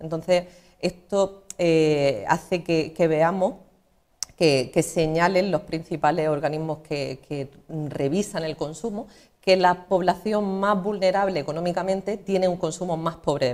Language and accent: Spanish; El Ejido, Andalusia, Spain; yo vengo de una pedanía del Ejido, de La Noria